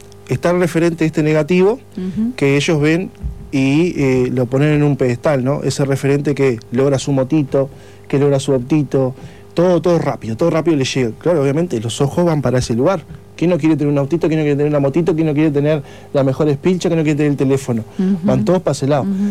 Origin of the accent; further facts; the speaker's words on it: Maldonado, Uruguay; Cuando yo me crié en Maldonado Nuevo, cuando yo era chico, que había asentamiento